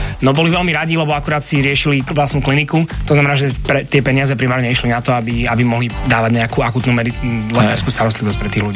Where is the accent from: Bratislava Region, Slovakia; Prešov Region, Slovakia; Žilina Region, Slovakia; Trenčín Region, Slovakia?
Prešov Region, Slovakia; Poprad; moved away; My sme z Popradu pôvodne.